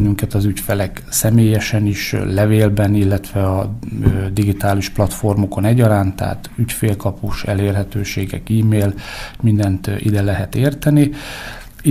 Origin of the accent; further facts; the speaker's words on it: Borsod-Abaúj-Zemplén, Hungary; Én Bodrog, zugi származású vagyok, és ugye itt a vízügy, illetve a folyóknak a közelsége